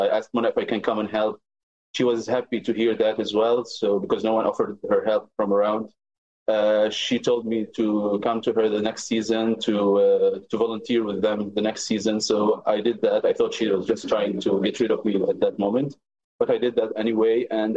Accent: South Governorate, Lebanon; I'm from Al-Mansouri village.

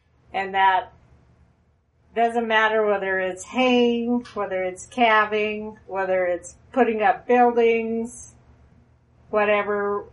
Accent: Rainsford, Montana, United States; from Rainsford, Montana. And for those of you who probably don't know where Rainsford is, it is between Great Falls and Lewistown, central Montana. Or if you want to narrow it down a little further, it's between Belt and Geyser.

